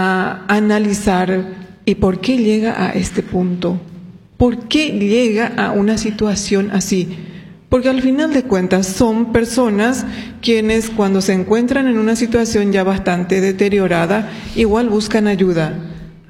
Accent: Paraguay; somos paraguayos

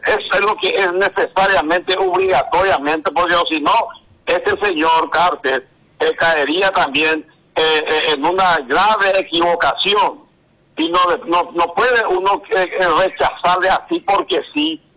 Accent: Paraguay; los 3 millones de colorados que somos del Paraguay.

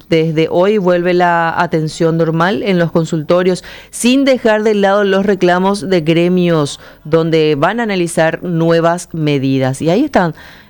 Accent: Paraguay; Me duele como paraguaya

